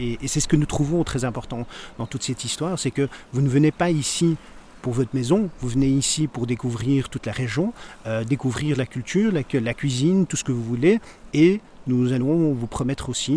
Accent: Belgium; now in Netherlands; mais je suis belge, hein, vous l'entendez, mais je travaille aux Pays-Bas

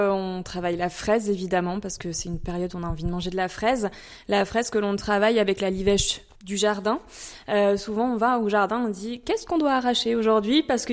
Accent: Bourgogne-Franche-Comté, France; moved away as an adult; je suis originaire de Franche-Comté

